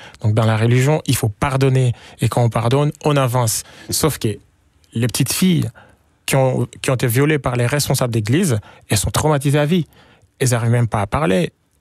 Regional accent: East, DR Congo; Quand tu arrives au Congo, c'est comme la musique, en fait. Moi, j'ai grandi à l'Est, donc là, c'est comme la musique.

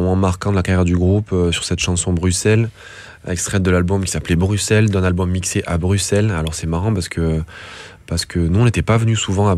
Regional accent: France; Devenu la blague en fait chez nous en France, ce truc-là.

